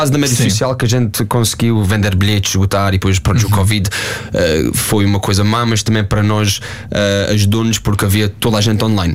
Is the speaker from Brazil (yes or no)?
no; Portugal; moved away; also born or lived in England; Eu sou português a 100%. Depois, quando a gente saiu, claro, fui ver os jogos em inglês porque estava na Inglaterra.